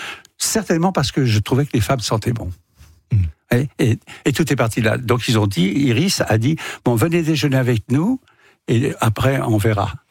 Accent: Centre-Val de Loire, France; Donc il y a une partie sur l'enfance que j'ai vécue, où j'ai été élevé en Berry, placé par la DAS.

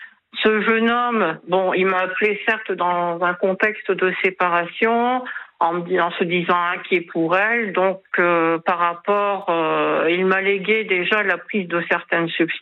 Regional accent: Hauts-de-France, France; Bon, nous sommes originaires des Hauts-de-France.

